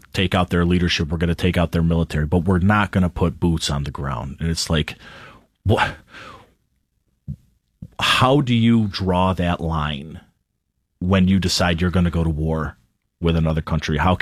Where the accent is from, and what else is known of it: United States